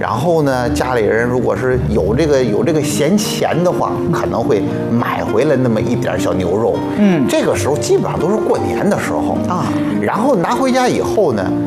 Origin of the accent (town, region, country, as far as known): Xuzhou, Jiangsu, China